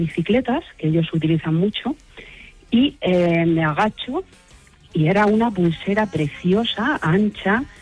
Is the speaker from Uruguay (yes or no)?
no; Spain; Y yo, como soy española, pues me agaché a cogerla.